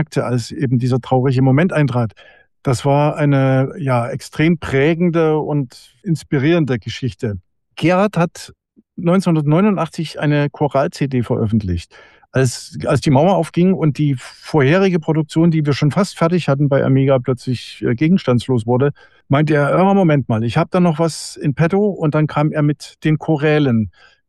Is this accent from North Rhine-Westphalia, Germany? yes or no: no; Dresden, Saxony, Germany; Reichhall bei Dresden geboren und habe aber den Großteil meiner Zeit schon in und um Dresden